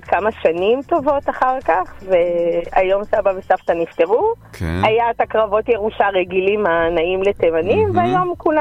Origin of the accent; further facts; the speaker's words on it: Turkey; now in Israel; עולה חדשה מטורקיה. סיימתי תואר, התחלתי לעבוד כמו רוב הכלכלנים בבנקים